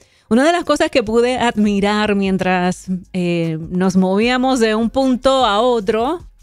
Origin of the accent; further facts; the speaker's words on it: Puerto Rico; algunos pueblos de Puerto Rico, de donde soy.